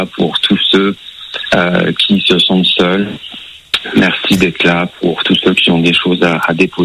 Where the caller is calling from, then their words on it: Grand Est, France; j'habite en Alsace, dans la superbe région d'Alsace.